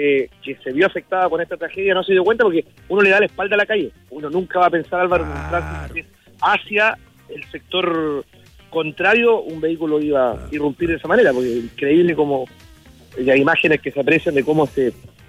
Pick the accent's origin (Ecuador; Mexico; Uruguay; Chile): Chile; Viña del Mar, Valparaíso; yo que soy del sector de Gómez Carreño, voy a la feria Caupolicán